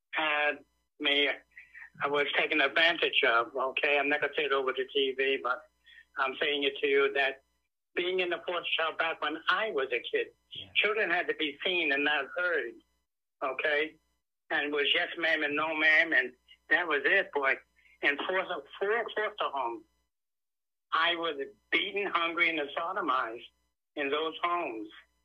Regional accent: New York, United States; And I'm originally from New York.

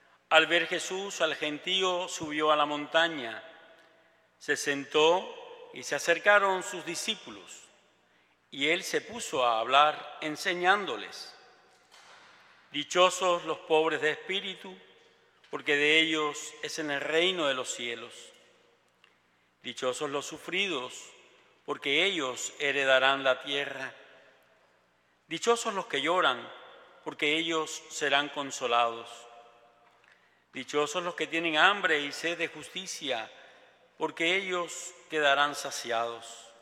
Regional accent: Havana, Cuba; Cuando era muchacho, yo nací en La Habana, nos propusimos, vivíamos, trabajábamos, íbamos al Corazón de María, está en la calzada del cerro

